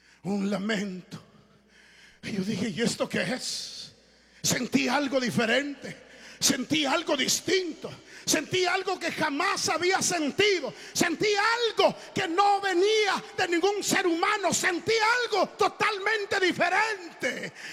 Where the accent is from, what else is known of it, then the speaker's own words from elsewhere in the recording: Tiquisate, Escuintla, Guatemala; Yo soy de Tiquizate, Escuintla. Allí, de allí soy, hermano.